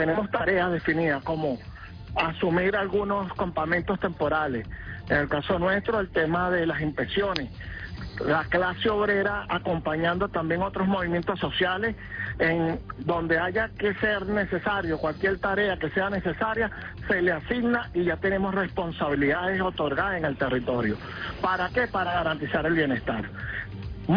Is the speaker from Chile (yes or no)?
no; Caracas, Capital District, Venezuela; Nosotros, como pueblo venezolano, en este caso caraqueños y caraqueñas